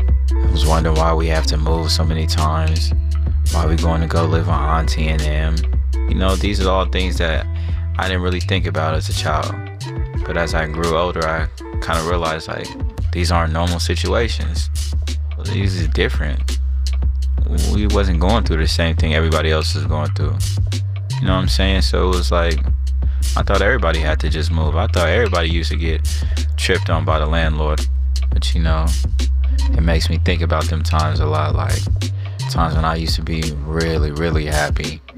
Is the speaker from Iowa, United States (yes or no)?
no; Sacramento, California, United States; I'm from Sacramento, 916, the city of trees. You know, it's very sunny out there.